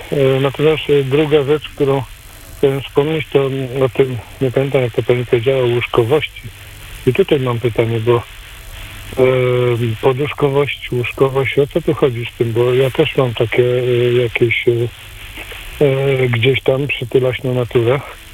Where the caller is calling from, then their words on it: Gniezno, Greater Poland Voivodeship, Poland; witam z Gniezna.